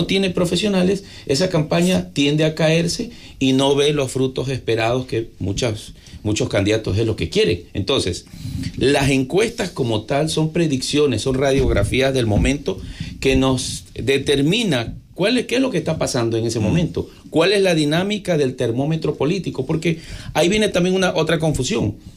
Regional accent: Manta, Manabí, Ecuador; also born or lived in Guayaquil; Yo soy de aquí de Manabí, yo soy de Manta. Bueno, un tiempo pasé radicado en Guayaquil por temas de consultoría

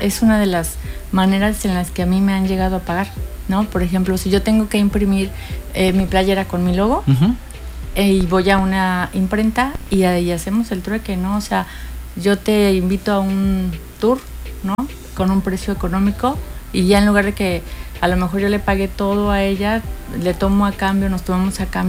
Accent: Mexico City, Mexico; born there; moved away as an adult; now in Cancún, Mexico; yo nací en el distrito, en Ciudad de México. Okay. De allá tuve la oportunidad de venirme para acá por parte de mi empresa. Mi empresa me dio la oportunidad y dije, sí, claro que sí, me voy para Cancún.

